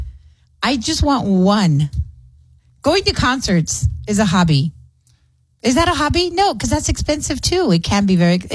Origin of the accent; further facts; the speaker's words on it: Clint, Texas, United States; I grew up in Clint and we had chickens.